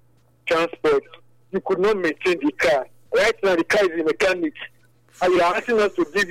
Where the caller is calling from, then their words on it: Oluku, Edo, Nigeria; I'm calling from Oluku.